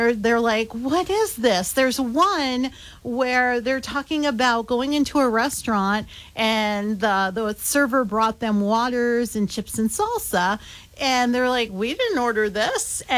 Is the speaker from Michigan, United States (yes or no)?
no; Massachusetts, United States; I'm from Massachusetts.